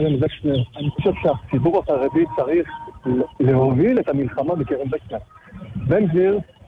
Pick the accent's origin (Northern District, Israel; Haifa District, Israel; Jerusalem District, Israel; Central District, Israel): Central District, Israel; Petah Tikva; פתח תקווה.